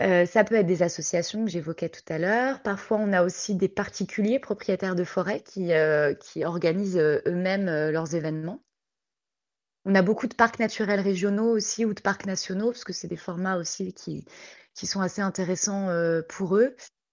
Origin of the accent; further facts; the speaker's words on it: Bourgogne-Franche-Comté, France; Bah alors moi j'ai grandi en Franche-Comté, donc dans une région très forestière, donc c'est vrai que les arbres font partie de mes paysages, on va dire, d'enfance.